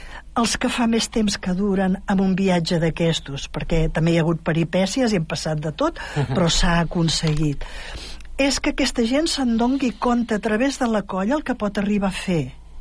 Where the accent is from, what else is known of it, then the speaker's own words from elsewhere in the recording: La Gornal, Catalonia, Spain; moved away as an adult; now in El Vendrell, Spain; jo soc de la Gornal